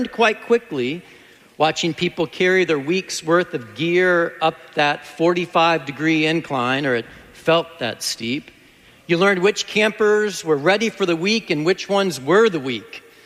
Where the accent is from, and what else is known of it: Wheaton, Illinois, United States; born or raised there